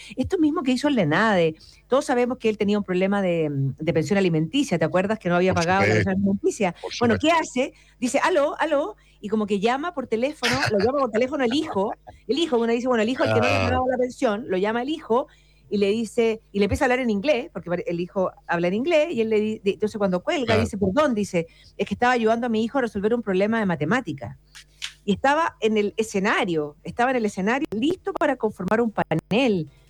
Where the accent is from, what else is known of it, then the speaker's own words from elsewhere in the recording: Chile; también habla de lo que somos los chilenos, pues, también habla de esto, de lo que nos gusta